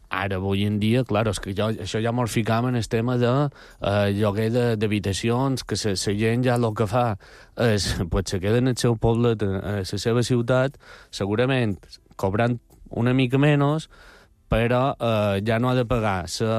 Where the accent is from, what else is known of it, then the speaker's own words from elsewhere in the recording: Balearic Islands, Spain; No, no, jo soc mallorquí